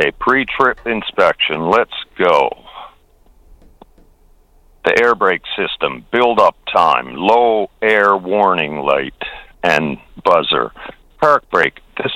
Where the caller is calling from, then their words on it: St. Anthony, Newfoundland and Labrador, Canada; This morning I'm calling from St. Anthony. I'm a NL school bus driver at White Hills Academy.